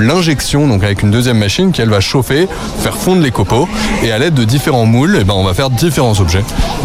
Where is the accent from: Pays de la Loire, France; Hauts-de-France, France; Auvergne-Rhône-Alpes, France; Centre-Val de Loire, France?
Pays de la Loire, France; Fresnay-sur-Sarthe